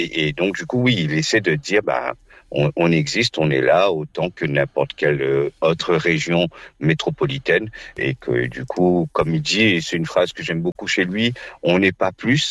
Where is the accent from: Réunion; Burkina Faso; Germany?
Réunion; first language Réunion Creole; French is a second language; c'est notre langue natale. Et effectivement, l'un de ces messages, on va dire, c'est vrai que on est français, aucun problème, mais on a aussi une autre particularité à nous de parler aussi une autre langue, qui est un mélange de plusieurs langues, le créole réunionnais.